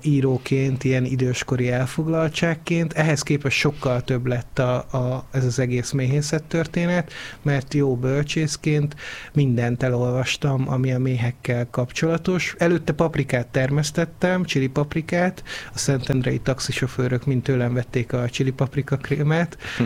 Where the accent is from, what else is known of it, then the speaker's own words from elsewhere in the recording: Győr-Moson-Sopron, Hungary; also born or lived in Eger; én egyébként eredetileg Egerbe születtem, egy Győr melletti kisfaluban nőttem fel, a Hanságba jártam középiskolába